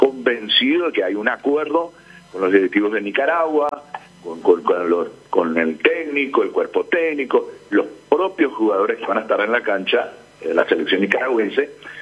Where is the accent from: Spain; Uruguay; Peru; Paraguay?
Paraguay; porque es parte de nuestra cultura, de nuestra idiosincrasia como paraguayo.